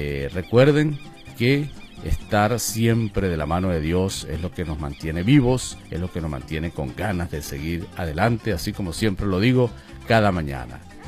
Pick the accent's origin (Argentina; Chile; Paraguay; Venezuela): Venezuela; Los Llanos; esas tradiciones bonitas del llano